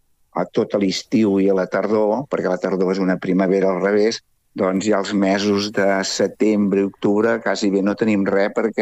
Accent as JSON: {"language": "Catalan", "town": "Sant Cebrià", "region": "Catalonia", "country": "Spain", "said": "soc de Sant Cebrià"}